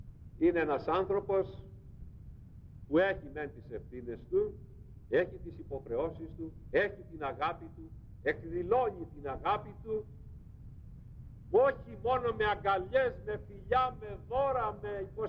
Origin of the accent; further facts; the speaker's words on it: Peloponnese, Greece; moved away; Εκεί κάτω στην Πελοπόννησο, την κάτω Πελοπόννησο, έχουμε και ένα ιδιαίτερο λεξιλόγιο. Ανακατεμένο με λατινικά, με ιταλικά, με ιστορίες.